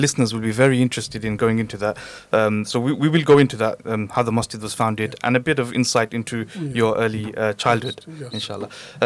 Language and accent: English; Luton, East of England, United Kingdom; I grew up in Bury Park in the 90s.